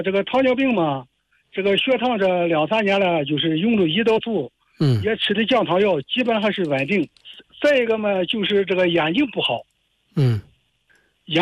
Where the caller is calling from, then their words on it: Kunming, Yunnan, China; 我现在在那个云南的昆明。